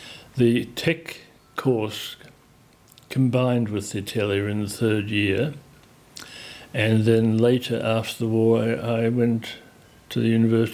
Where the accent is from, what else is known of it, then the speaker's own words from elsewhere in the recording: Australia; being Australian in the 1950s, when just after the war, opened a lot of double doors.